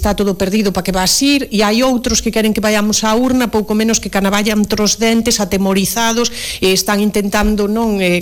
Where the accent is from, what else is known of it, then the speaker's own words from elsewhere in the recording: Galicia, Spain; creo que é importante que nos xogamos moito nestas eleccións este 29 de novembro como galegas e como galegos